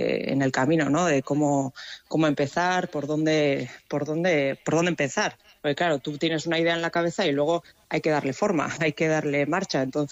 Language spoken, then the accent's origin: Spanish; Zarautz, Basque Country, Spain; Siempre yo he sido soy de Zarauz de nacimiento y siempre he vivido en una casa, pero siempre con algún animal que otro, como quien dice.